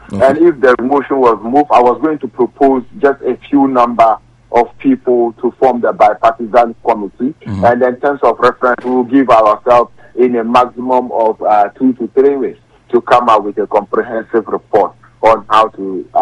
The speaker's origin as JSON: {"language": "English", "country": "Ghana", "said": "And I feel sad as a Ghanaian that our country now"}